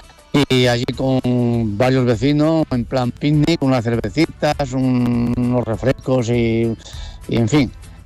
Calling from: Villahermosa, Spain; desde Villahermosa.

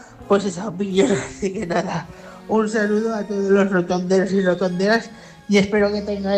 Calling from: Almagro, Castilla-La Mancha, Spain; de Almagro, en Ciudad Real.

